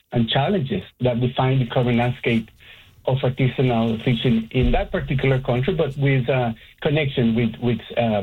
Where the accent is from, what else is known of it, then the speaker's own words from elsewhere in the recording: Caribbean region, Nicaragua; I'm myself Nicaraguan, but I'm from the Caribbean region of the country.